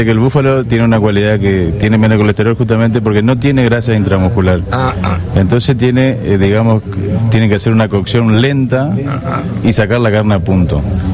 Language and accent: Spanish; Ituzaingó, Corrientes, Argentina; Somos todos de Ituzaingó Corrientes. Y hacemos nuestra producción de búfalo.